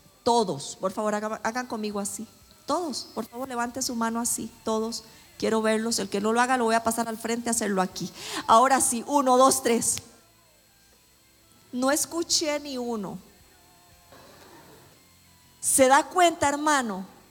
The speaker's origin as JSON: {"language": "Spanish", "country": "Costa Rica", "moved": "yes", "lives_now": "Panama", "said": "yo vengo de un país donde tiembla cada rato, ¿verdad? Nosotros los ticos"}